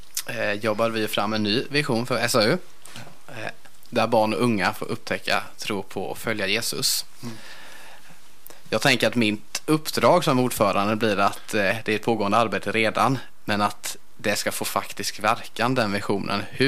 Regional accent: Stockaryd, Jönköping County, Sweden; now in Sävsjö, Sweden; Jag kommer från Stockaryd och tillhör Stockaryds frikyrkoförsamling. Jag bor nu i Sävsjö, så jag har inte rört mig så långt, men en kvart i alla fall.

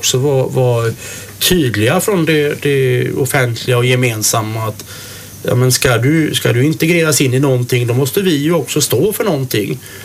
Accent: Västra Götaland County, Sweden; Ja, nej, jag kom bara från Bohuslän

